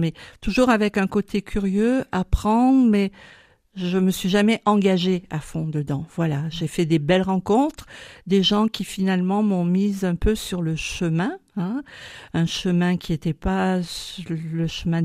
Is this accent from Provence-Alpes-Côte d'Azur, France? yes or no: no; Lyon, Auvergne-Rhône-Alpes, France; Je suis, on va dire, lyonnaise. Voilà, depuis l'âge de 2 ans où je suis arrivée à Lyon, je suis lyonnaise avec des racines méditerranéennes du côté de ma maman et du sud-ouest de mon papa.